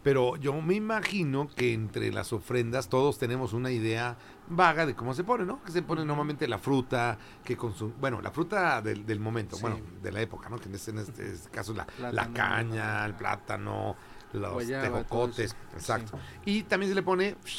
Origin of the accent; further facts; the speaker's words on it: Mexico; Si nosotros a veces, como mexicanos, nos sorprende, ¿no?